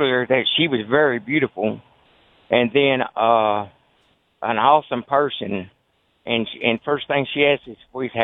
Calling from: Cookeville, Tennessee, United States; I'm just down here working today. I'm from Cookeville, Tennessee.

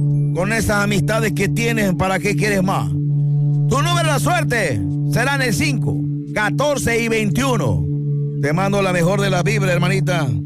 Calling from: León, Guanajuato, Mexico; Soy del signo de Escorpión, bebé. Saludo desde León, Guanajuato.

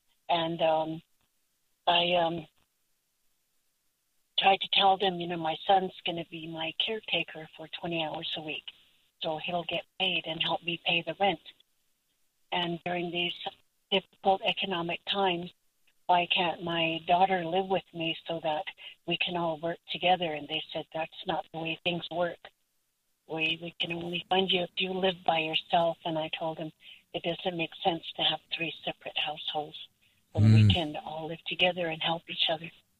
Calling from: Albuquerque, New Mexico, United States

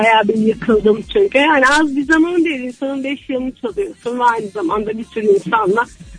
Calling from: Antalya, Turkey; ben Antalya'dan.

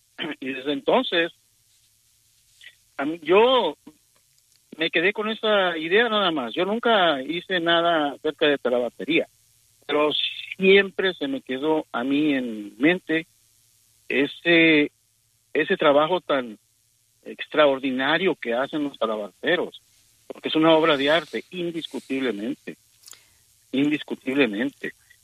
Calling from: Tepic, Nayarit, Mexico; yo soy de Tepic, Nayarit.

